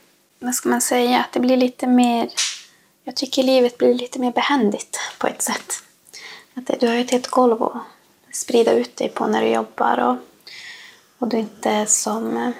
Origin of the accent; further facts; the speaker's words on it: Lannavara, Norrbotten County, Sweden; Jag bor i Vittange. Men jag kommer ju från Lannavara. Uppväxt i Sariboma sameby.